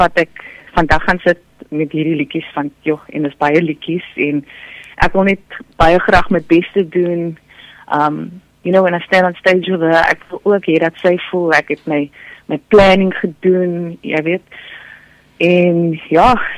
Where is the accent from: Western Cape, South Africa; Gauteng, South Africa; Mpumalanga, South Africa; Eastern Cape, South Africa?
Western Cape, South Africa; ek is van die Kaap